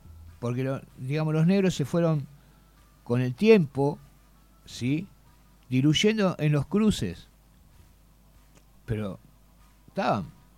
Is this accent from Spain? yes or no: no; Argentina; ¿Qué somos los argentinos? Somos una mierda, pero somos nuestra mierda.